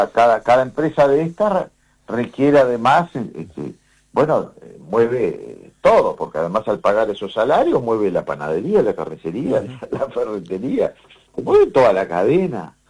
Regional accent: Rivera, Uruguay; soy riverense y porque nací en Rivera y me crié en Rivera

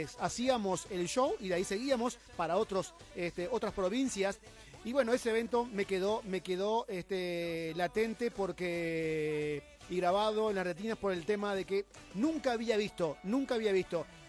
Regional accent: Uruguay; salimos de Rivera pensando de que íbamos a ver un evento común y corriente como todo uruguayo

